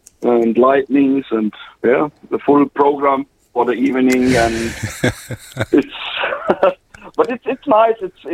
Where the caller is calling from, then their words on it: Germany; English is a second language